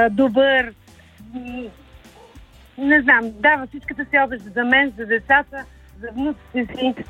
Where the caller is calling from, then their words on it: Botevgrad, Sofia Province, Bulgaria; съм от Ботевград.